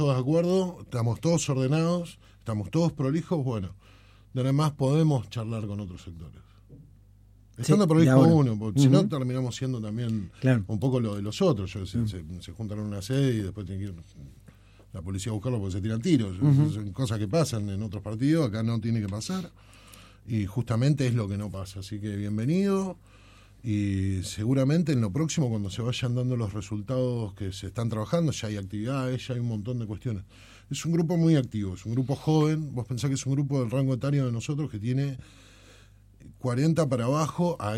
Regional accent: Ushuaia, Tierra del Fuego, Argentina; Yo soy un hombre de Ushuaia, me voy a morir acá, me van a enterrar al lado de mi viejo.

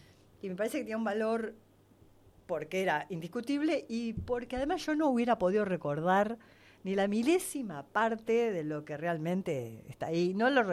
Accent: Uruguay; moved away; Yo soy una uruguaya de las que me discuto bastante con muchos uruguayos amigos y familia también.

